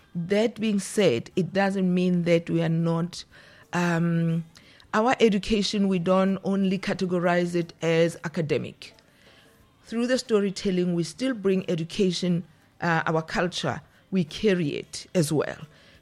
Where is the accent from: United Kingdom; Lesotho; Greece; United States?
Lesotho; now in Guyana; from Southern Africa part. I am Mosotho, I speak Sesotho. I am from the Batlogwa Nation.